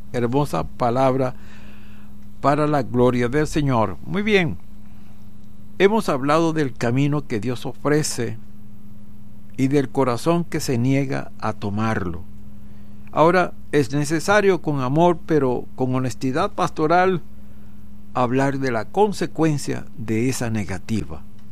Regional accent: Venezuela; ¿Cómo podemos nosotros como venezolanos tomar una posición

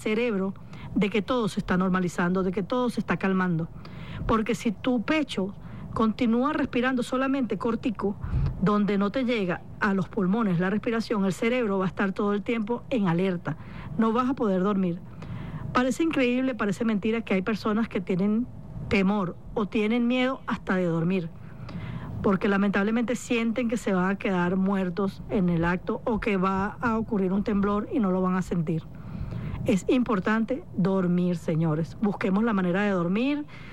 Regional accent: Venezuela; Este es un momento que nos une, que nos abraza y que nos hace recordar quiénes somos como venezolanos.

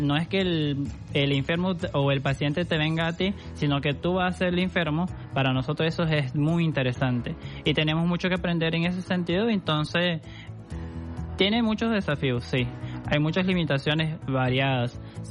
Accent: Brazil; moved away as an adult; now in Venezuela; para un estudiante de Brasil, por ejemplo, que de donde yo vengo, es muy complicado. Aparte, yo soy, bueno, campesino de origen. Mi familia, mis abuelos, mis padres son todos campesinos. Nosotros vivíamos en un pueblo muy lejano a las zonas urbanas

